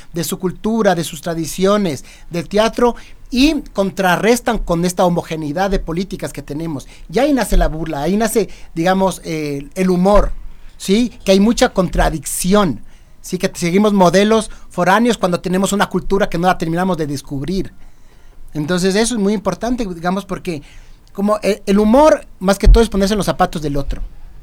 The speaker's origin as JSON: {"language": "Spanish", "town": "Quito", "region": "Pichincha", "country": "Ecuador", "said": "este humor de lo diferente que somos los quiteños, ¿no?"}